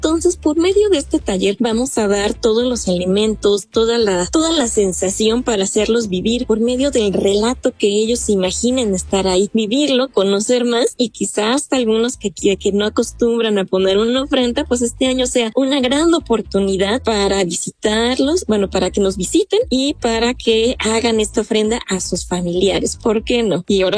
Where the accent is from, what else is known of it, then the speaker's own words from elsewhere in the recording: Hidalgo, Mexico; nuestra Huasteca hidalguense.